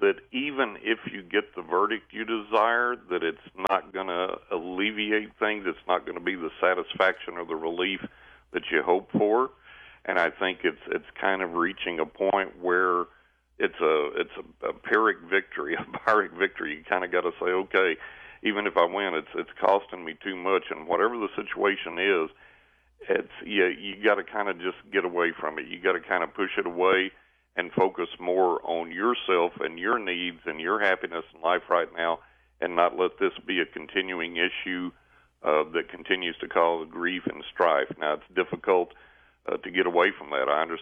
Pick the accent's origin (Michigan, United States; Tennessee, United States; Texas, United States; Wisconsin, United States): Texas, United States; Well, I am from West Texas, Lance.